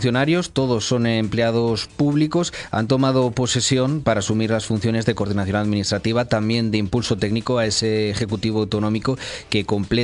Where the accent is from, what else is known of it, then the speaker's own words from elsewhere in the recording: Valladolid, Castile and León, Spain; born there; also born or lived in Carvajales de Alba, Zamora; aunque haya nacido en Valladolid, yo llevo siempre a mi pueblo por bandera, Carvajales de Alba, en la provincia de Zamora